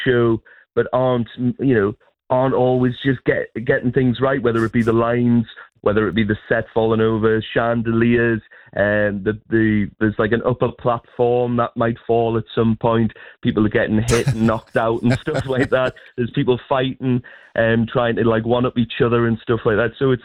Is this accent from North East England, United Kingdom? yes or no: yes; Birtley, North East England, United Kingdom; I'm from Burtley myself.